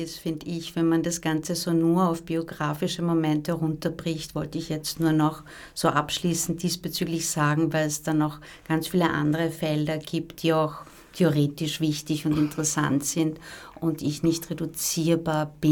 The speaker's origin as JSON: {"language": "German", "region": "Vienna", "country": "Austria", "also_born_or_lived": "Slovakia", "said": "weil ich mich schon sehr als Europäerin fühle und als Wienerin."}